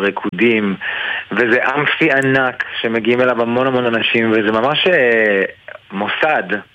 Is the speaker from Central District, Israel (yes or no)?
yes; Kfar Saba, Central District, Israel; אני כפר סבאי